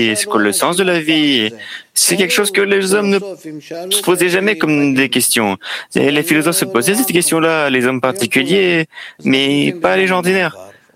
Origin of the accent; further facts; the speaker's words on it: Israel; Je suis d'Israël. Je suis de beaucoup d'années en Israël.